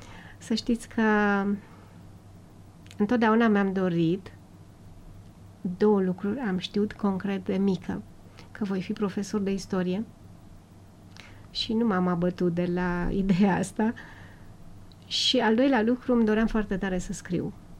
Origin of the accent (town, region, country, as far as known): Alba County, Romania; born or raised there